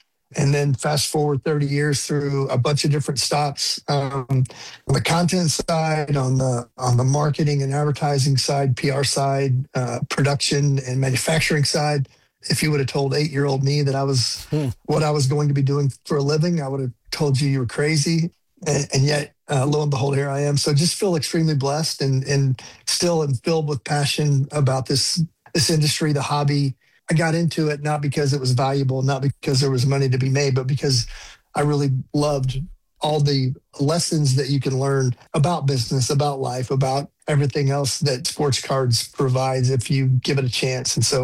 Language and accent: English; Dallas, Texas, United States; I grew up in the Dallas area.